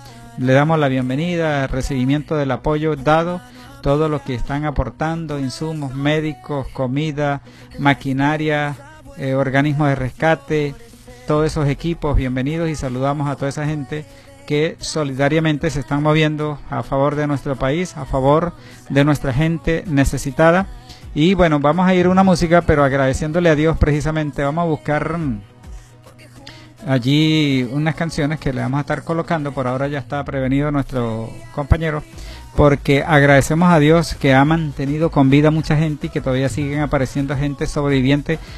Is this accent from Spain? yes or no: no; Venezuela